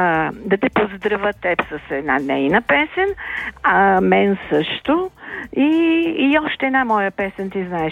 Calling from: Sofia, Sofia City, Bulgaria; съм от София.

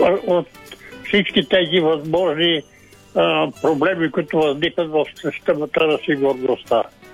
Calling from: Sofia, Sofia City, Bulgaria; от София, 80 годишен.

